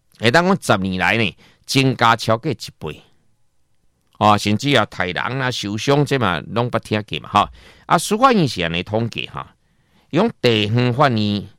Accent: Taiwan; 我们台湾人

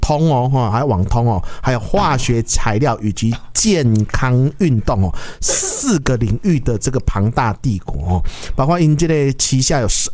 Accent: Taiwan; 在我们台湾人的目光哈，了解说啊、哦，原来有这个公司一个台钢集团的

